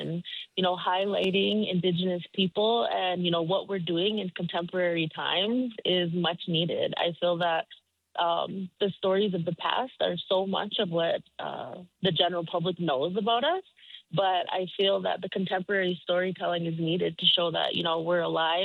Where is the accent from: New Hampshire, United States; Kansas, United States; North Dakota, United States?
North Dakota, United States; Bismarck; even though I'm from Bismarck, North Dakota, and I'm from the Mandan Hidatsa Rikara Nation.